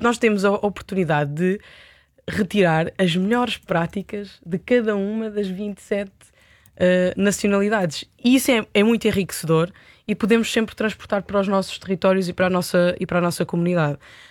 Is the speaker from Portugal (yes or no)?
yes; Coimbra, Centro, Portugal; born there; Nasci em Coimbra, vivo em Coimbra.